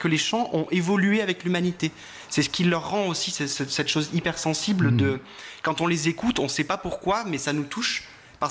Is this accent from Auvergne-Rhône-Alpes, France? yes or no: no; Nouvelle-Aquitaine, France; En tout cas, moi, je viens du Pays Basque, dans le sud.